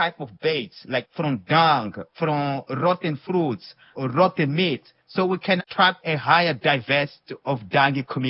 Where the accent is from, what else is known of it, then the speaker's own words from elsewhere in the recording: Beira, Sofala, Mozambique; We grew up together in Beira.